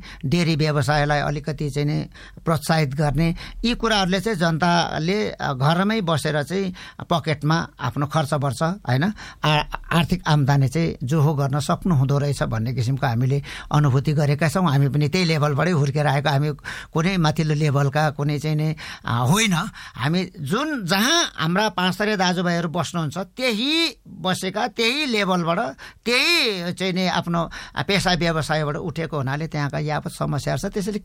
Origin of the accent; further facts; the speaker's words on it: Koshi Province, Nepal; छुट्टै राज्य हुँदाखेरि भारत सिक्किम र नेपालको सिमाना जोडिएको ठाउँलाई चाहिँ तिन सिमाना भन्छ, त्यो मेरो गाउँमा पर्दछ।